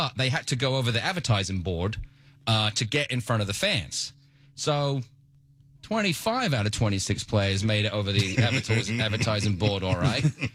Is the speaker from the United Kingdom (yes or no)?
yes; England, United Kingdom; again, being English people think of the U.S. as like New York, L.A., Disney World